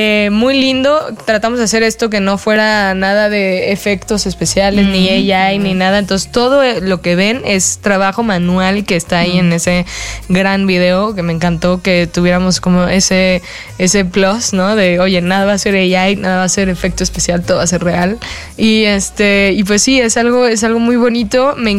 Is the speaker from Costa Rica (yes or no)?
no; Mexico; los mexicanos somos mucho de nuestras mamás